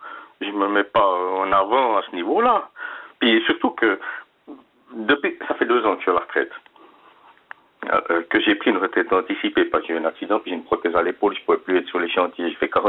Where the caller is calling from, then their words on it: Neuchâtel, Switzerland; De Neuchâtel